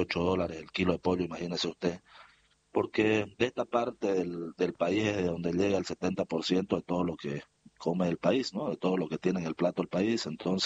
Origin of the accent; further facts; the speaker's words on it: Santa Cruz, Bolivia; Nosotros como parlamentarios cruceños